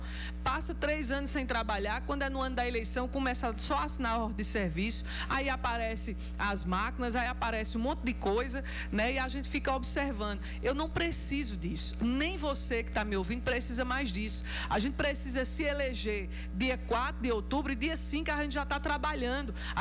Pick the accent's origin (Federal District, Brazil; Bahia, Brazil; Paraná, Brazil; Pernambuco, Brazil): Pernambuco, Brazil; Povo da minha terra, povo da região e povo do estado de Pernambuco.